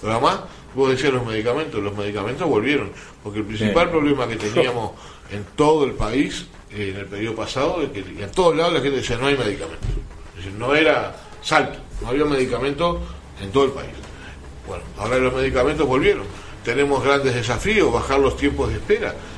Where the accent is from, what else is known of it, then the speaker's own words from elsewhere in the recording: Uruguay; Uruguay... no es como algunos uruguayos creen que somos una cosa aparte en el mundo.